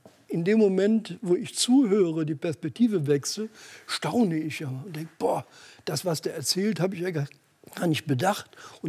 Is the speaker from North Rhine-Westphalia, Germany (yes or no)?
yes; Mönchengladbach, North Rhine-Westphalia, Germany; born there